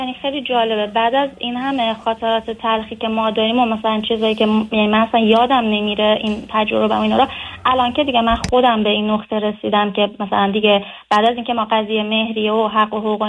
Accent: Iran; اینجا پزشکی دارم میخونم و تقریبا 2 ماه دیگه بعد یه آزمون خیلی سرنوشت ساز علوم پایه رو بدم. بعد خب از ایرانم درسم خوب بود، یعنی تو مدرسه اینا موفق بودم.

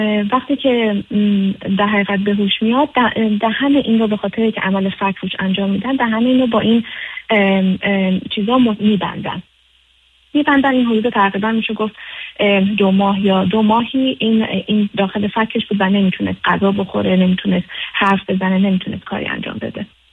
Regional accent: Iran; یعنی ما خانواده ها از 2 شهر متفاوت از ایران هستیم، 2 فرهنگ متفاوت، 2 زبان متفاوت هستیم

